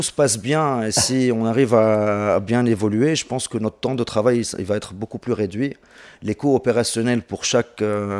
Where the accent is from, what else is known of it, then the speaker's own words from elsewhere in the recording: Tunisia; Donc j'espère aujourd'hui qu'on pourra leur donner des challenges chez nous en Tunisie